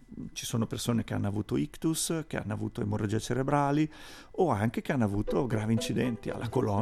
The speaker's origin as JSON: {"language": "Italian", "town": "Bologna", "region": "Emilia-Romagna", "country": "Italy", "tie": "born or raised there", "moved": "as an adult", "lives_now": "Trento, Italy", "said": "Io sono un bolognese doc, okay. Sono di Bologna, nato a Bologna e vissuto a Bologna per una buona parte della mia vita."}